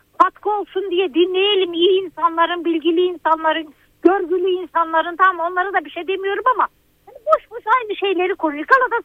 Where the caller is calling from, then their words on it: Izmir, İzmir, Turkey; İzmir'den arıyorum ben.